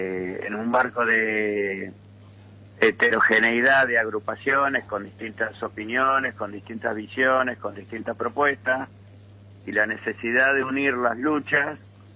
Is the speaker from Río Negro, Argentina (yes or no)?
no; San Martín, Buenos Aires Province, Argentina; Sí, sí, yo soy de acá de San Martín, provincia de Buenos Aires.